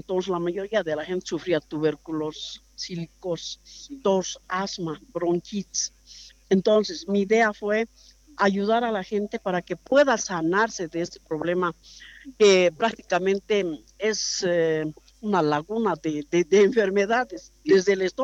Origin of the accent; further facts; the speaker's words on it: Llallagua, Potosí, Bolivia; born there; now in Cochabamba, Bolivia; yo soy yayagüeña.